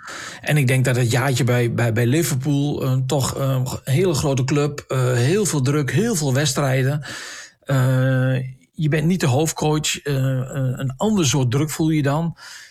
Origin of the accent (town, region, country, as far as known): Netherlands